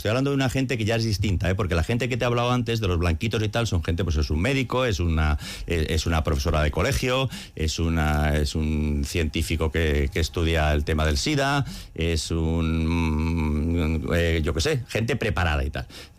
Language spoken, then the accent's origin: Spanish; Spain; que nos piden a nosotros los de España